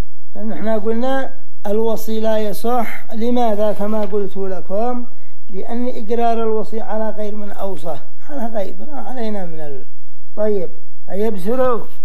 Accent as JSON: {"language": "Arabic", "town": "Sanaa", "region": "Amanat Al Asimah", "country": "Yemen", "said": "عندنا في صنعاء"}